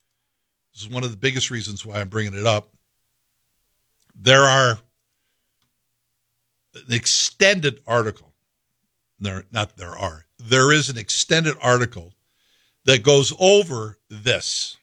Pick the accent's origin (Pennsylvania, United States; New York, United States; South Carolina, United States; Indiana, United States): New York, United States; Schaghticoke; I'm a kid from Scaticoke, New York.